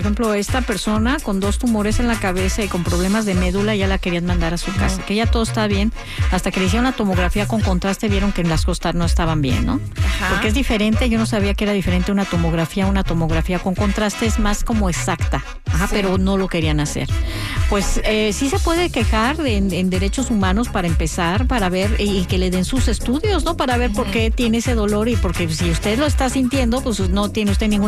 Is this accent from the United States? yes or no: no; Mexico; como mexicanos tenemos que poner mucha atención a esto, ¿no?